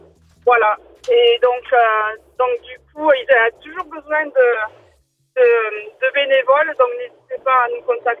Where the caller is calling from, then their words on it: Gimont, Occitanie, France; je suis de Gimont, dans le Gers.